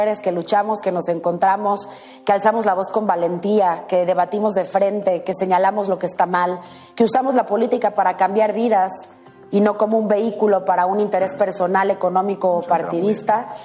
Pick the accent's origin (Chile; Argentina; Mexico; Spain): Mexico; Son 11 mujeres asesinadas todos los días en mi país.